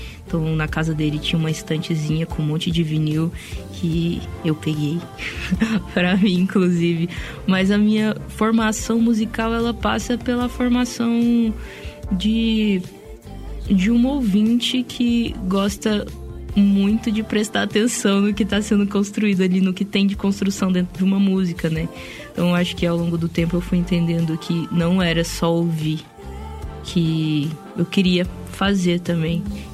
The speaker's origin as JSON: {"language": "Portuguese", "town": "Goiânia", "region": "Goiás", "country": "Brazil", "tie": "born or raised there", "said": "Nascida e criada em Goiânia, fico muito feliz de estar numa rádio hoje falando na minha cidade."}